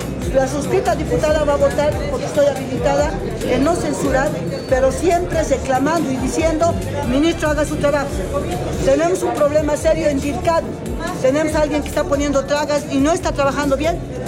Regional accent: Bolivia

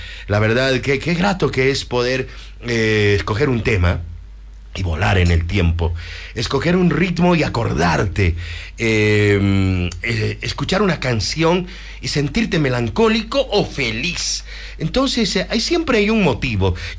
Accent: Chile; Soy chileno y me gusta tu programa

